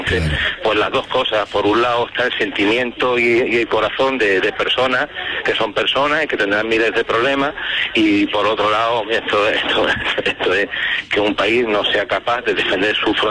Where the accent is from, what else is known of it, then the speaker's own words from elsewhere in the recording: Ceuta, Spain; Por un lado, yo siento, como ceutí y como español, siento que esto es una invasión.